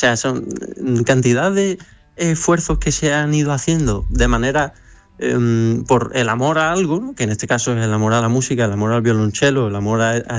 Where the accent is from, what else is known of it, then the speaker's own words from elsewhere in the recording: San Roque, Andalusia, Spain; durante muchos años yo estuve en San Roque, empecé en San Roque a estudiar, en mi pueblo natal